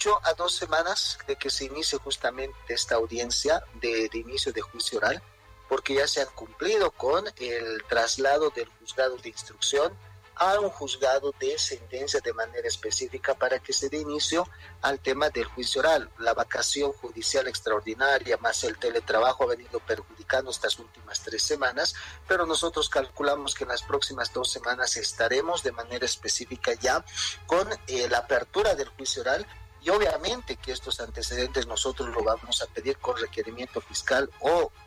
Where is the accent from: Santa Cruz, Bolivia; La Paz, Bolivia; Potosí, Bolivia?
La Paz, Bolivia; estamos nosotros como sociedad paceña y alteña